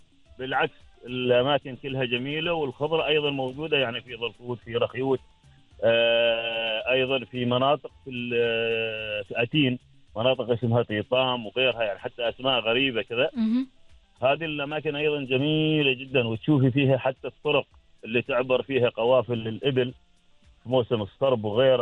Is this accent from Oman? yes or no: yes; Oman; في هذا الصيف حاليا طبعا عندنا في عمان مكانين جميلات جدا، يمكن يكون الجبل الأخضر واحد.